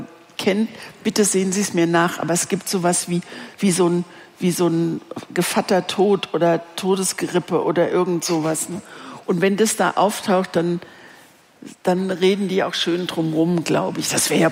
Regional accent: Greece; ich als Griechin zeige dir Dolmades.

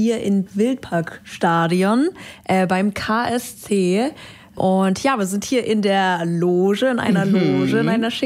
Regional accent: Karlsruhe, Baden-Württemberg, Germany; Ich bin in Karlsruhe aufgewachsen

